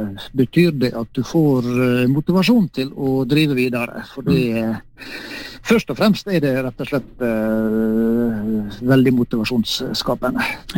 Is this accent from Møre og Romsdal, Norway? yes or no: yes; Ålesund, Møre og Romsdal, Norway; Nei, du født og oppvokst oppe i Ålesund, helt i strandkanten på en fjord etter Borgundfjorden